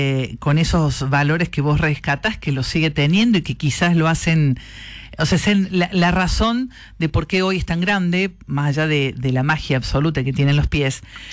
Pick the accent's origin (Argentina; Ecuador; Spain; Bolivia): Argentina